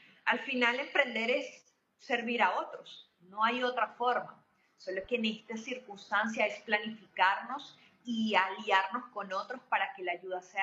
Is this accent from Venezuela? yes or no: yes; Venezuela; now in Barquisimeto, Venezuela; como venezolanos estamos en un completo duelo